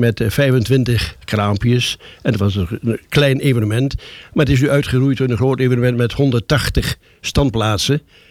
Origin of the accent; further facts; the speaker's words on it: Hummelo, Gelderland, Netherlands; Ik kom uit Hummelo. Ik woon in de Dorpsstraat vlakbij.